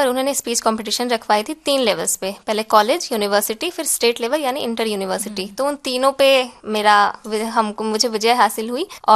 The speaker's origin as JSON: {"language": "Hindi", "town": "Muzaffarpur", "region": "Bihar", "country": "India", "said": "जी मैं मूल रूप से मुजफ्फरपुर की निवासी हूँ"}